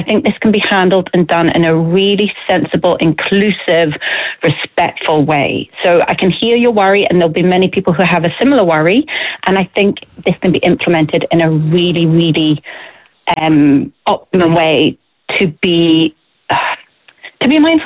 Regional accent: Scotland, United Kingdom; moved away as an adult; now in Ireland; I'm from Scotland. I've lived in Ireland 6 years, and Scotland's always been very inclusive in relation to pets on buses.

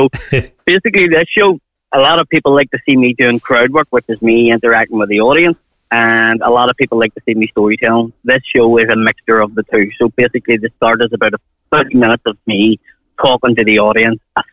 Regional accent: Belfast, Northern Ireland, United Kingdom; being Irish or where you're from in Belfast

